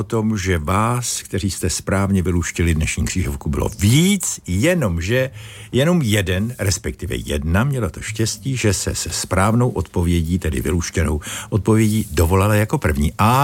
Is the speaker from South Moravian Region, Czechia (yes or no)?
yes; Ivanovice na Hané, South Moravian Region, Czechia; Ne, z Olomouce, ne, já jsem z Ivanovic na Hané.